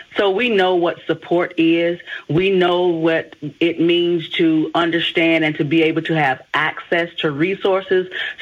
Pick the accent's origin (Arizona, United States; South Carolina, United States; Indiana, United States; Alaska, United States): South Carolina, United States; Marlboro County; now in Columbia, United States; We're from Marlborough County, and we both reside here in the Columbia area now.